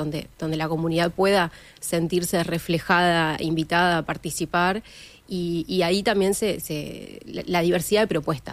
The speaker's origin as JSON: {"language": "Spanish", "region": "Montevideo", "country": "Uruguay", "moved": "as an adult", "lives_now": "Canelones, Uruguay", "said": "yo soy de Montevideo"}